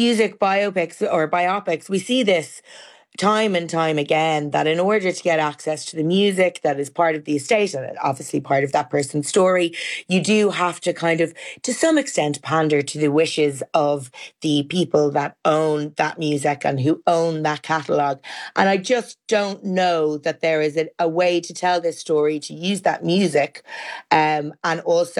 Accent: Carlow, Leinster, Ireland; I grew up in Carlow Tan, surrounded by these women.

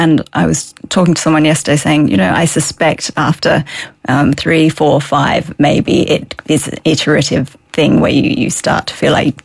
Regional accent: Tasmania, Australia; now in Kerry, Ireland; I'm from Tasmania.

